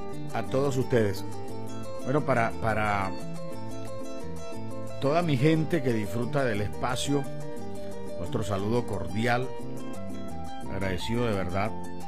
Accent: Venezuela; Somos humanos, somos venezolanos.

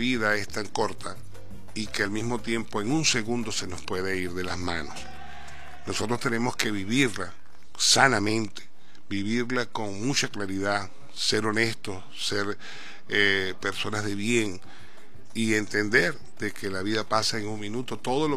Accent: Venezuela; Tenemos que meterle la mano porque todos somos venezolanos

